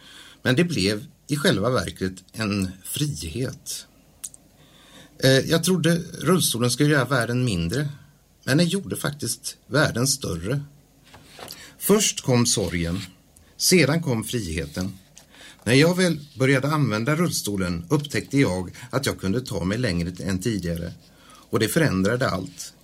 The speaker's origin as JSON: {"language": "Swedish", "town": "Varberg", "region": "Halland County", "country": "Sweden", "tie": "born or raised there", "also_born_or_lived": "Hisingen, Gothenburg", "moved": "yes", "lives_now": "Falköping, Sweden", "said": "Som ni hör så kommer jag inte från Falköping. Jag föddes på Hisingen men växte upp i Daxås i Varbergs kommun. Jag hade en bokskog och en damm som lekplats."}